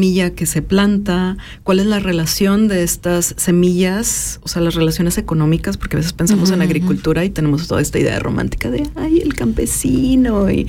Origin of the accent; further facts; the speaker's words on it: Mexico; moved away as an adult; siempre me asumo como inmigrante. O sea, cuando me preguntan, yo no siempre digo soy inmigrante mexicana. Pero tengo muchísimos años viviendo fuera de México. Muchísimos.